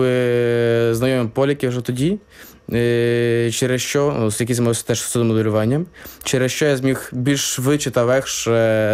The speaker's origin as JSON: {"language": "Ukrainian", "region": "Kyiv", "country": "Ukraine", "moved": "yes", "lives_now": "Warsaw, Poland", "said": "Я сам з Києва, вже десь, ну, з початку повномасштабної війни я переїхав до Польщі. І вже десь приблизно 4 роки знаходжусь в Польщі та розвиваюся у Варшаві"}